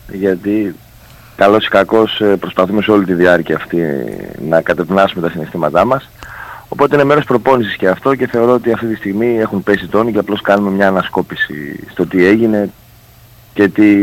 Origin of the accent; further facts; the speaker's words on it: Greece; τα συναισθήματα που χαρακτηρίζουν και εμάς ως Έλληνες